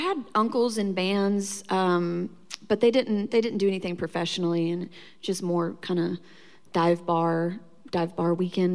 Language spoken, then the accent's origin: English; Oklahoma, United States; moved away as an adult; growing up in Oklahoma, it never seemed like a real job.